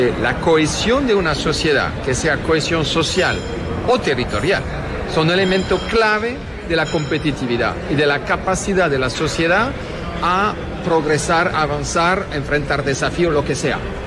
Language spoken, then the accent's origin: Spanish; southern France, France; Spanish is a second language; moved away as an adult; also born or lived in Latin America; now in Colombia; Yo soy del sur de Francia, no tan lejos de España, de hecho. Pasaba parte de mis vacaciones en la frontera haciendo montañismo en los Pirineos, que son estas pequeñas montañas, claro, que nos unen entre España y Francia, y viví como 16, 17 años en América Latina.